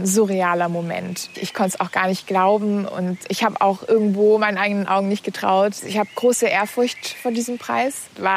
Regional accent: Berlin, Germany; moved away as an adult; now in Bayreuth, Germany; ich komme aus Berlin, Jahrgang 98.

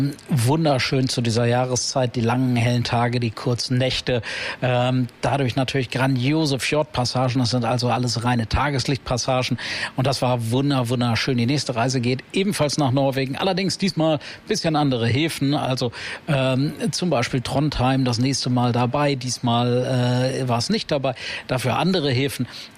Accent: Lower Saxony, Germany; moved away as an adult; also born or lived in Hanover; now in Fremantle, Australia; Also ich bin ja in Hannover geboren, in Niedersachsen aufgewachsen und die große weite Welt hat mich immer fasziniert. Ich lebe seit mittlerweile 30 Jahren in Australien

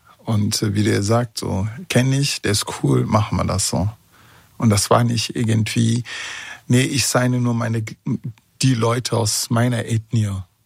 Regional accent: Bonn, North Rhine-Westphalia, Germany; Und das ist etwas gewesen, was mich A als Bonner, B als Freund und C als Gleichgesinnter hinsichtlich der Haltung dann halt auch irgendwo stolz gemacht hat.

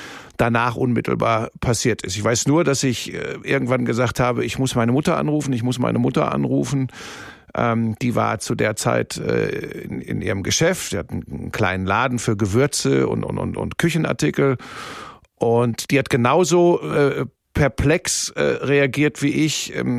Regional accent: Hagen, North Rhine-Westphalia, Germany; also born or lived in Bottrop / Cologne; now in Munich, Germany; Ja, ich bin geboren in Bottrop. Das ist Inbegriff des Ruhrgebiets. Bin dann aufgewachsen in Hagen. Das ist so Tor zum Sauerland, ja. Ruhrgebiet.

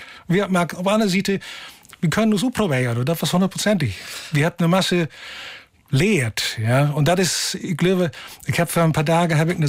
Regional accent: Lower Saxony, Germany; Als Kind bin ich fertig der Sache, in Ollenheim bin ich aufgewachsen.

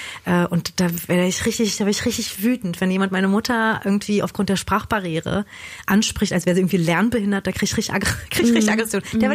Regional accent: Berlin, Germany; obwohl ich gebürtige Berlinerin bin

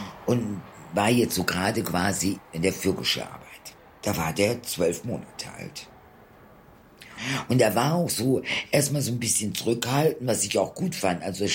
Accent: Karlsruhe, Baden-Württemberg, Germany; born or raised there; also born or lived in Bilbao, Spain; now in Cologne, Germany

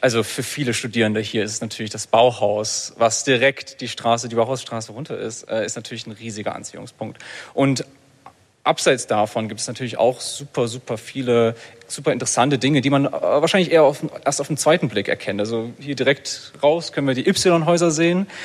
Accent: Leipzig, Saxony, Germany; moved away as an adult; da ich Leipziger bin. Also ich wurde in Leipzig geboren, ich bin dort aufgewachsen. Ich wohne hier. Ich wohne hier seit 5 Jahren, glaube ich.

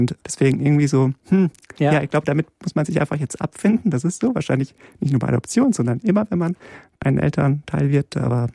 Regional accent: Poland; born there; moved away; Ich bin in Polen geboren worden

